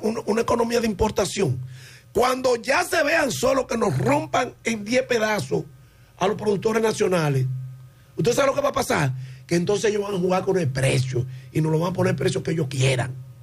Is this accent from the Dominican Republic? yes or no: yes; Dominican Republic; nosotros como dominicanos vamos a tener que tomar un poco de conciencia para que nuestros productores no desaparezcan.